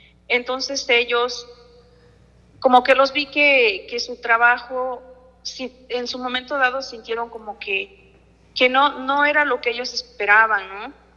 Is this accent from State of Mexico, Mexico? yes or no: no; San José Tetla, Puebla, Mexico; soy originaria de San José Tetla